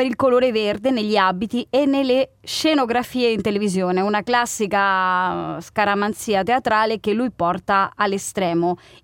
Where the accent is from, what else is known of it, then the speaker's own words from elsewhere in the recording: Catalonia, Spain; moved away; Pensa che nella mia terra, in Catalunia